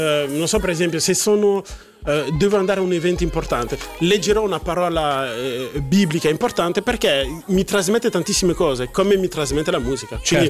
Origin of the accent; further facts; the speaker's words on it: Geneva, Switzerland; io sono di Ginevra